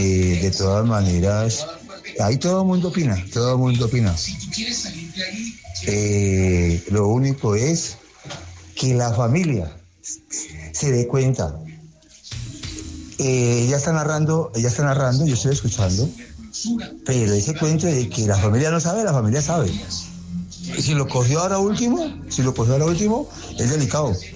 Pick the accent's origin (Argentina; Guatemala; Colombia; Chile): Colombia; Cali, Valle del Cauca; de Cali para el Mundo